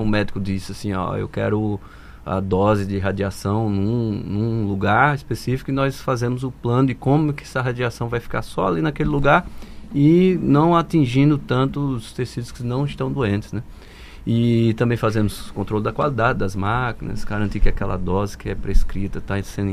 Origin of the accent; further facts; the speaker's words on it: Natal, Rio Grande do Norte, Brazil; moved away as an adult; now in Roraima, Brazil; Norte Rio Grandense.